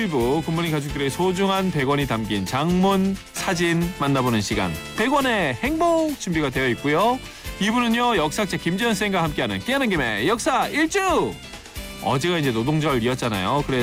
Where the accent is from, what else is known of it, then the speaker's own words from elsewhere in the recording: Ulsan, South Korea; moved away as an adult; now in Seoul, South Korea; 저는 이제 뭐 울산이 고향이고 쭉 울산에서 나고 자라서 이제 20살까지 예, 경상도 지역에 쫙 있었고 누구보다 찐 경상도인 … 밑에서 자란 아들 둘 가정에